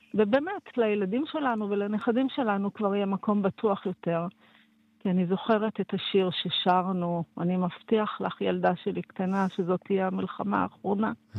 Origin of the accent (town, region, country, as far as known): Southern District, Israel